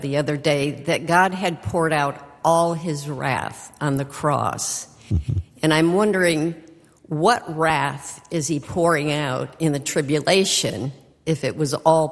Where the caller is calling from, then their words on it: St. Petersburg, Florida, United States; from St. Petersburg, Florida.